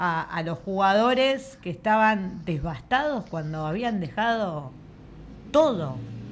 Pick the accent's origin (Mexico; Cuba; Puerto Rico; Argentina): Argentina; nosotros como argentinos salimos en los diferentes puntos del país a seguir festejando